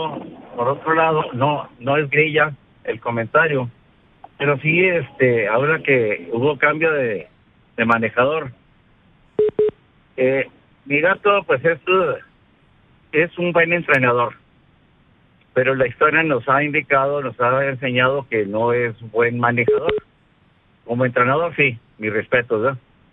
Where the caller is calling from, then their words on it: Chihuahua, Mexico; lo vengo escuchando desde Chihuahua.